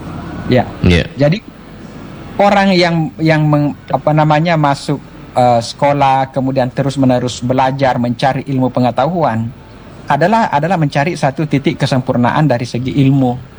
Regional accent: South Sulawesi, Indonesia; kita Bugis dan Makassar

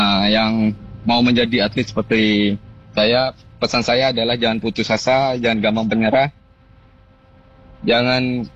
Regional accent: Kudus, Central Java, Indonesia; Saya kan orang Kudus soalnya.

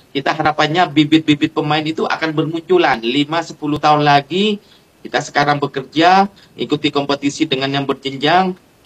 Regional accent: Sumenep, East Java, Indonesia; Karena saya juga dulu dari Sumenep, akhirnya juga merantau main sepak bola di luar. Akhirnya saya juga kembali ke Sumenep.

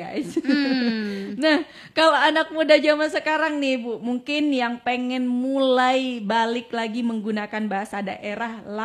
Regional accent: Madura, East Java, Indonesia; identitasnya kita orang Madura

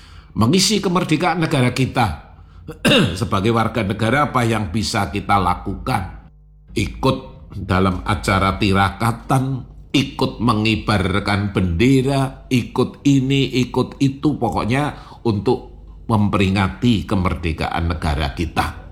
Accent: Surakarta, Central Java, Indonesia; Kita orang Solo, tetangga kita orang Solo, teman kita orang Solo

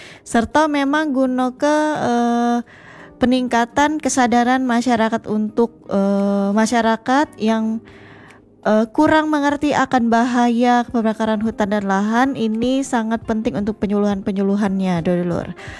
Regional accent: Palembang, South Sumatra, Indonesia; kita lagi sebagai orang Palembang

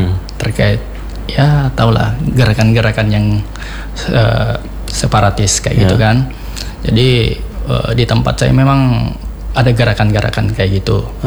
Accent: Makassar, South Sulawesi, Indonesia; moved away as an adult; now in Ilaga, Indonesia; Aslinya saya besar kecilnya lahirnya di Makassar

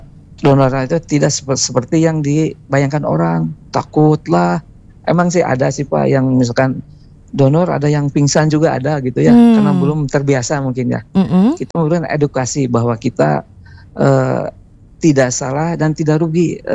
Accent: West Java, Indonesia

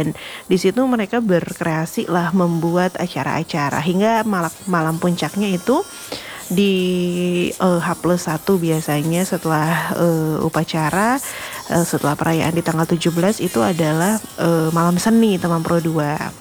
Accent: Bandung, West Java, Indonesia; now in Jayapura, Indonesia; aku ya lahir dan besar di Bandung

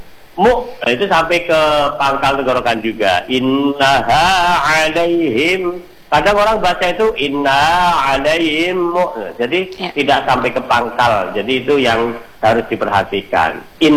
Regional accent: Java, Indonesia; saya orang Jawa

